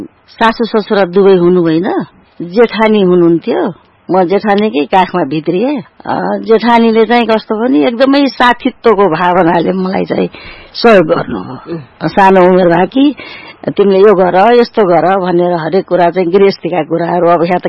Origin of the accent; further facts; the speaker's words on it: Ghordaura, Bagmati, Nepal; also born or lived in Bharatpur; मेरो जन्म 2017 साल असोज दशैंको अष्टमीको दिन भरतपुर भन्नाले घोरदौरा हो मेरो जन्म भएको। घोरदौरामा म जन्मिए। मेरो बाल्यकाल कहिले घोरदौरा कहिले भरतपुर गर्दै बित्यो।